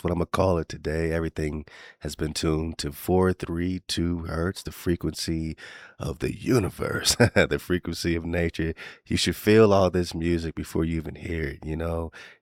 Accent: California, United States; moved away; I'm from California, you know, originally moved up here with my family.

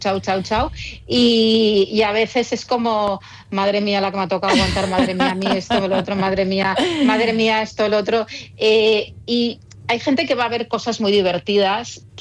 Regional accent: Catalonia, Spain; now in Madrid, Spain; Mira, yo soy catalana

